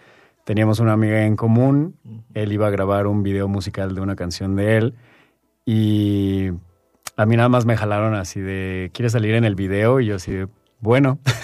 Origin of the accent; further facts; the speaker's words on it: Mexico; aquí orgullosamente mexicano también.